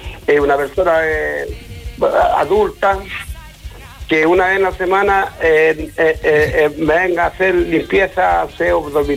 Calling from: Chile; El rulo de aquí de la Isla de Marchán.

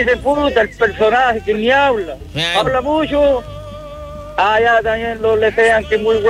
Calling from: Sagrada Familia, Maule, Chile; De aquí, Sagrada Familia.

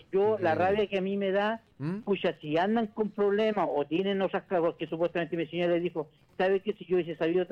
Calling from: San Fernando, O'Higgins, Chile

